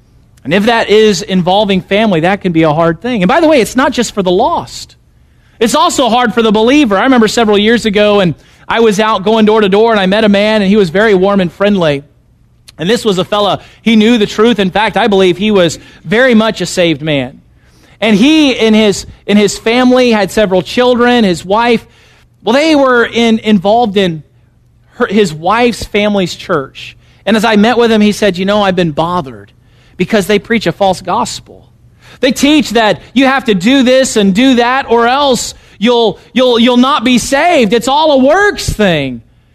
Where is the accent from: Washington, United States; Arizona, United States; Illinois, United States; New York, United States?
Illinois, United States; moved away as an adult; now in Florida, United States; I'm from Illinois. I got to serve as my dad's assistant pastor for 8 years. And then when I felt like the Lord was telling me to move to Florida, 1,200 miles away.